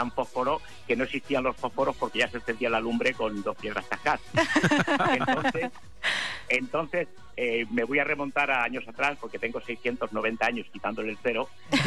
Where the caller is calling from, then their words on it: Valencia, Valencian Community, Spain; soy ciego, soy de Valencia, cantante y actor del grupo Samaruz de Teatro de la ONCE.